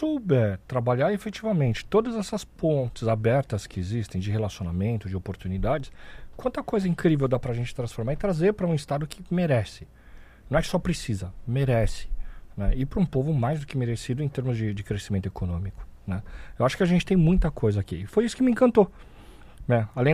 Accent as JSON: {"language": "Portuguese", "country": "Brazil", "also_born_or_lived": "São Paulo", "said": "Eu sou brasileiro"}